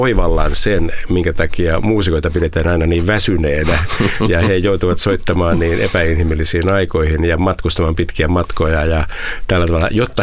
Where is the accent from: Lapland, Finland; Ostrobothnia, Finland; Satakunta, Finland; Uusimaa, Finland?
Satakunta, Finland; Silloin kun olin lapsi, niin ajelimme meiltä Pohjois-Satakunnassa Tampereen suuntaan